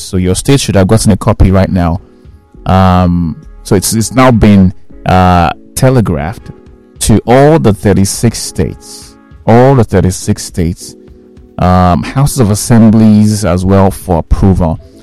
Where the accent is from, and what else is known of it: Nigeria